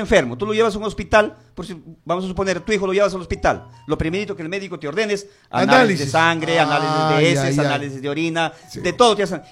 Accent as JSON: {"language": "Spanish", "area": "Cajaruro", "region": "Amazonas", "country": "Peru", "said": "nosotros como Cajaruro"}